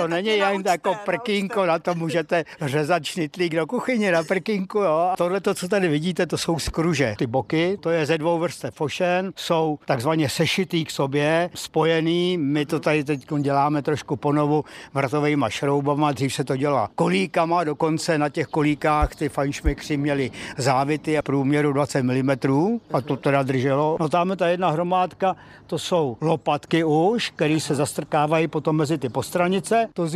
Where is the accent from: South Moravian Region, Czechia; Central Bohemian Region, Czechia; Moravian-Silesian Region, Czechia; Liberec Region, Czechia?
Central Bohemian Region, Czechia; Petrovice; a pocházíme z Petrovic u Sedlčan.